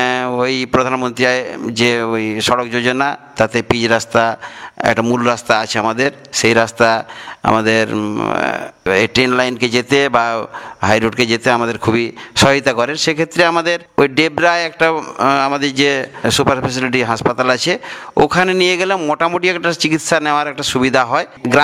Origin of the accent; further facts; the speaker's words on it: West Bengal, India; এখানে আমাদের কালুয়া আমরা যে গ্রামটা আমরা অতি সাধারণ বাসী আমরা আছি, বসবাস করে বেশিরভাগ সাধারণ মানুষ, এখানে 3টি পাড়া নিয়ে আমাদের মোটামুটি গ্রাম অবস্থিত, এর মধ্যে প্রায় 231টি প্রায় পরিবার আছে